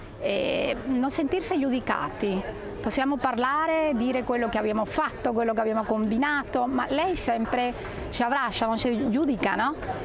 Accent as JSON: {"language": "Italian", "country": "Cuba", "second_language": "Italian", "moved": "as an adult", "lives_now": "Italy", "said": "Allora, io sono cubana, ma è 33 anni che abito in Italia."}